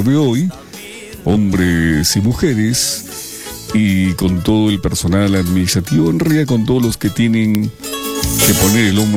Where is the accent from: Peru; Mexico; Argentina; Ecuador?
Peru; Cerro Colorado, Arequipa; born there